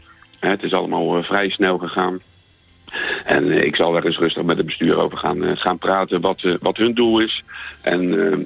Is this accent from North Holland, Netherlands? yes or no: no; The Hague, South Holland, Netherlands; born there; now in Alphen aan de Rijn, Netherlands